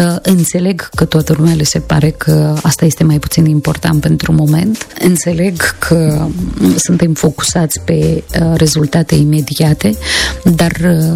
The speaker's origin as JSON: {"language": "Romanian", "country": "Moldova", "said": "Și mă gândeam, eu sunt din Moldova, știi că noi avem sindromul ăsta impostorului"}